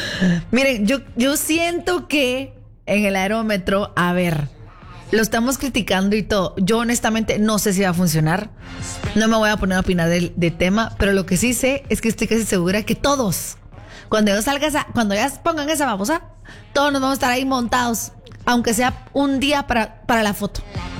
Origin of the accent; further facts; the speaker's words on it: Guatemala; así somos los guatemaltecos, somos bien chutes.